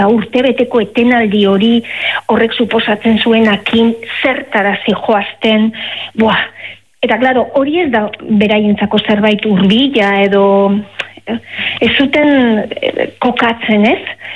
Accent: Basque Country, Spain; Ba, bizkaitarra naiz eta nire herrian dauzoan hori egun handia zan, gau handia zan, ez?

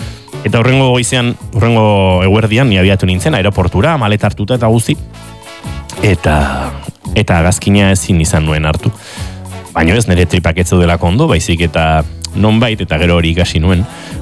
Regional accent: Spain; Bat, ni naiz espainola, ni euskalduna naiz, hau espainola, eta esan egon noski.

